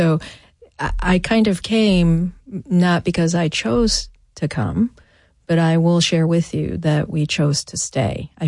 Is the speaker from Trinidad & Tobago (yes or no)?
no; Japan; now in Nashville, United States; born and raised in Japan and now call Nashville home